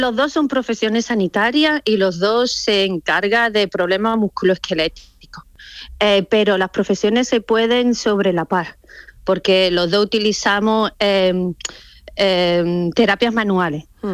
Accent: Málaga, Andalusia, Spain; moved away as an adult; now in Wales, United Kingdom; Yo soy de Málaga.

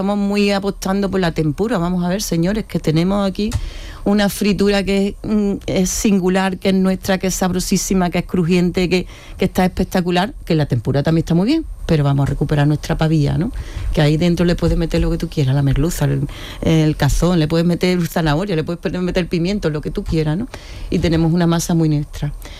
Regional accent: Córdoba, Andalusia, Spain; now in Jerez de la Frontera, Spain; Que soy cordobesa, pero yo soy jerezana de adopción.

